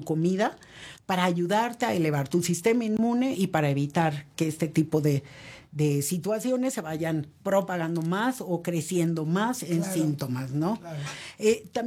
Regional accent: Tabasco, Mexico; Lo que pasa es que allá en mi pueblo dirían, en Tabasco, que hace tanto tanto calor, todo lo que esté frío vale, vale más.

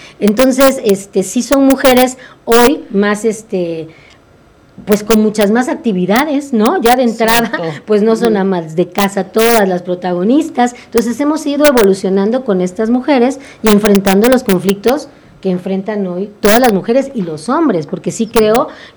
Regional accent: Campeche, Mexico; porque aparte yo soy de Campeche, no era de Ciudad de México, entonces no conocía mucho.

